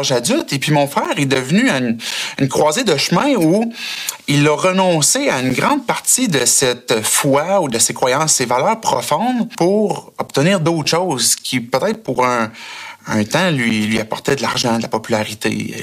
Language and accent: French; Sherbrooke, Quebec, Canada; born there; Je suis né à Sherbrooke